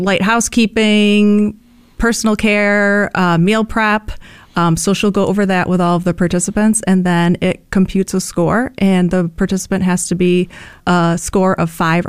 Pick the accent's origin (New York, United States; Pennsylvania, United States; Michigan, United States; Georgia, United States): New York, United States; Syracuse; born or raised there